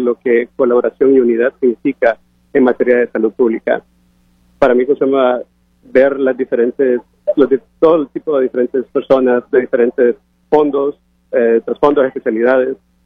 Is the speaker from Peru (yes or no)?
no; Honduras; Como profesional hondureño, yo sé que las dificultades que tal vez como país atravesamos en términos de estructura, de financiamiento en materia de salud